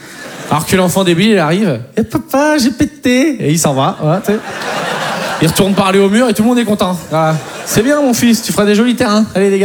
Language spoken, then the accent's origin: French; Poitiers, Nouvelle-Aquitaine, France; Moi, je viens de Poitiers, j'ai un pote, c'est un kiki.